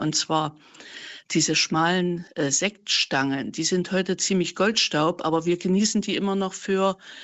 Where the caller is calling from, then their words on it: Dessau, Saxony-Anhalt, Germany; ich rufe aus Dessau an.